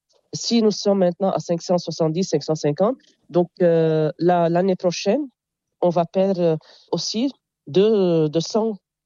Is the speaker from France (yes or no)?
no; Jounieh, Keserwan-Jbeil, Lebanon; Et puisque je suis de Jounieh, vous voyez, l'élève, ou bien l'enfant, dépend de son environnement. À Jounieh, il y a la plage, il y a la mer.